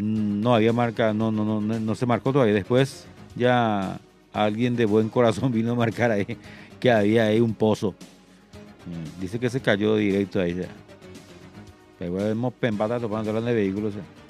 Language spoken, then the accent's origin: Spanish; Paraguay; No, y todos somos paraguayos. Hay que apoyar al equipo.